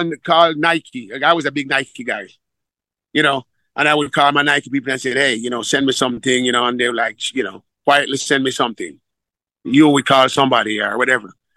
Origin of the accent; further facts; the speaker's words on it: Jamaica; I'm from Jamaica.